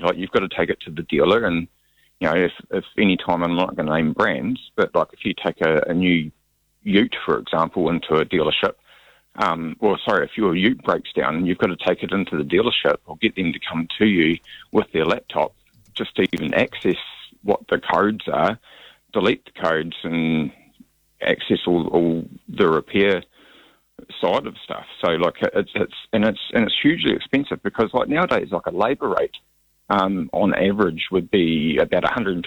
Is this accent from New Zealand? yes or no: yes; Stewart Island, Southland, New Zealand; I'm from Stewart Island.